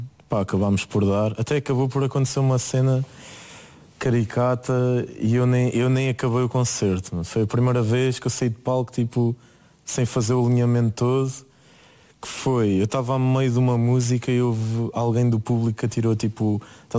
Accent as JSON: {"language": "Portuguese", "town": "Ourém", "region": "Centro", "country": "Portugal", "said": "Eu digo sempre prima que sou de Orém, mas depois tenho que dizer que é, opá, o pé de Fátima."}